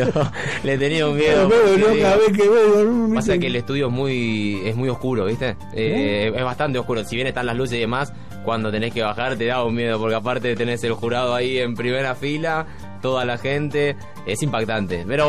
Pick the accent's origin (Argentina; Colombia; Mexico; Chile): Argentina; Wilde, Buenos Aires Province; yo soy de Wilde